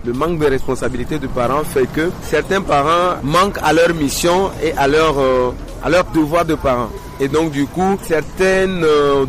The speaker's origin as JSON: {"language": "French", "town": "Kouvé", "region": "Maritime", "country": "Togo", "said": "moi je viens de Couvé"}